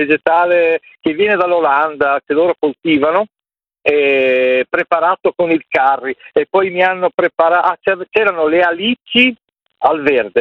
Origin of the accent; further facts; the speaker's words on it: Ferrara, Emilia-Romagna, Italy; perché vengo da Ferrara.